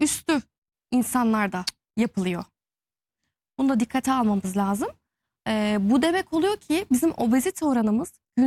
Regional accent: Kütahya, Turkey; Bu arada ben Kütahyalıyım.

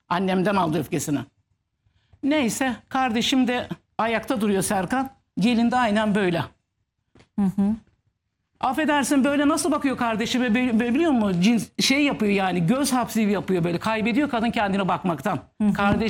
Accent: Istanbul, Turkey; Biz İstanbulluyuz normalde. Benim kardeşlerim, biz köyde büyüdük. Çocukken köyde geçti çocukluğumuz.

